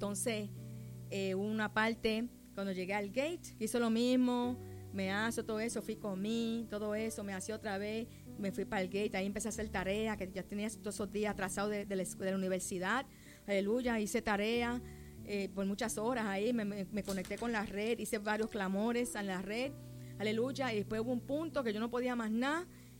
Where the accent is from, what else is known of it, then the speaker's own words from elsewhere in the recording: St. Croix, U.S. Virgin Islands; ya yo estaba loca por llegar a mi St. Croix, hermano, porque yo nací aquí, yo me crié aquí, y esta es mi isla, y esta es mi tierra, y yo estoy orgullosa de mi isla y de mi tierra, y yo no la dejo por ningún otro lugar.